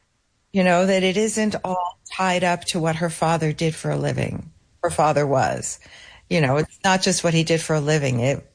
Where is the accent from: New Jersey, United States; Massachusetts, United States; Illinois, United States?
New Jersey, United States; born there; moved away; also born or lived in Rochester; I grew up in New Jersey, so not very far from the city.